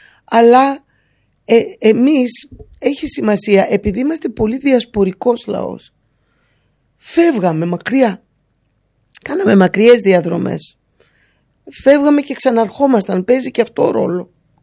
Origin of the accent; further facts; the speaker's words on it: Greece; Είμαστε Έλληνες, έχει σημασία.